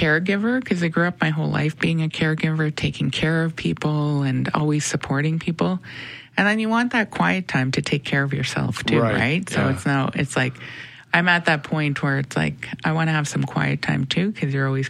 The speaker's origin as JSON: {"language": "English", "country": "Canada", "said": "I always knew I was Indigenous, you know, I always knew I was Métis. Growing up in the North End, like, being in the schools"}